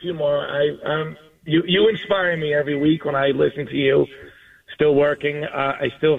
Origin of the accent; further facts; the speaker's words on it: West Islip, New York, United States; also born or lived in Brooklyn; I was born in Brooklyn, but I was brought up on Long Island. West Islip, Long Island, and I am a teacher for 32 years in Hewlett-Woodmere, which is on Long Island.